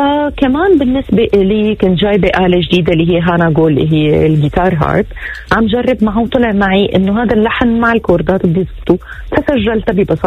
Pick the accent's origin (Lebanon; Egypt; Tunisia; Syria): Syria; أنا وفي كتير ناس سوريين مثلي